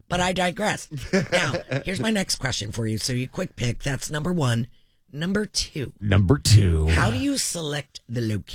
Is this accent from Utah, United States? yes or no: no; Pennsylvania, United States; moved away; when I was growing up in Pennsylvania